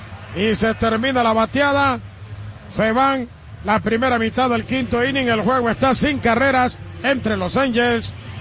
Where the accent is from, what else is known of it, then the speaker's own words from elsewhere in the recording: Nicaragua; Roberto Clemente, recordado en Nicaragua, en mi país, por entregar su vida